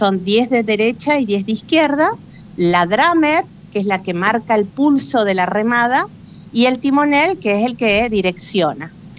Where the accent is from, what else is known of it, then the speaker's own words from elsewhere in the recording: Santa Fe, Argentina; Nosotras somos 3 santafesinas